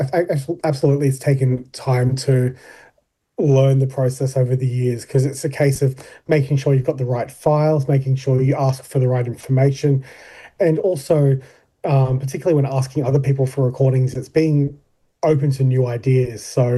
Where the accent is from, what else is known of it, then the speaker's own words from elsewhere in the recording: Queensland, Australia; born there; considering this interview we're doing in Brisbane, my home state